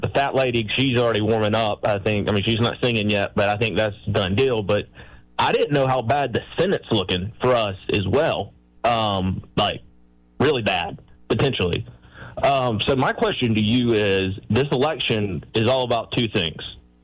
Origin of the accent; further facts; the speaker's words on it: Mayo, South Carolina, United States; because I'm from Mayo, South Carolina.